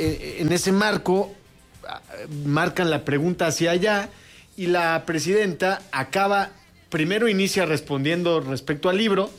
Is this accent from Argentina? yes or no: no; Mexico; podemos decir que en materia de seguridad hacemos las cosas mejores como mexicanos que los estadounidenses.